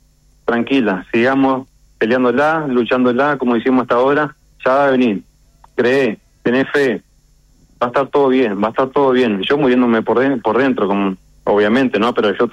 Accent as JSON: {"language": "Spanish", "country": "Uruguay", "lives_now": "Utah, United States", "said": "yo siempre digo, soy uruguayo, soy latino, me siento orgulloso de haber traído este reconocimiento a Utah"}